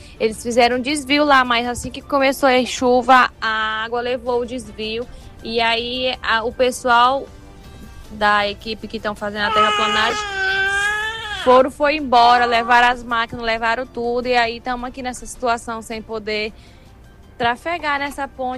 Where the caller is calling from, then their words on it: Iracema, Roraima, Brazil; Eu sou da Campos Novo, da Vicinal 5 de Iracema.